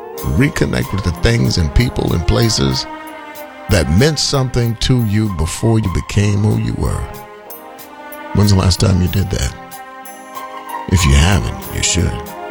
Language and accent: English; Savannah, Georgia, United States; moved away; my hometown of Savannah, Georgia, heading home this weekend.